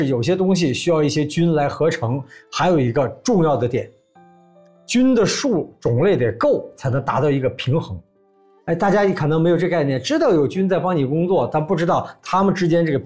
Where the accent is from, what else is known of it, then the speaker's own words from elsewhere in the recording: China; 这个贴秋膘呢，我们中国人特别喜欢找各种理由吃。